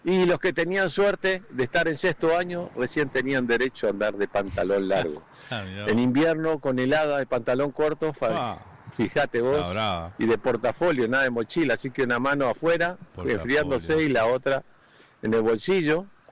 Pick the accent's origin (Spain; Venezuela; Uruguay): Uruguay; Montevideo; En el barrio que yo me crié, allá cerca de Danubio, en el barrio Jardines del Hipódromo o barrio Piria, no todos tenían agua.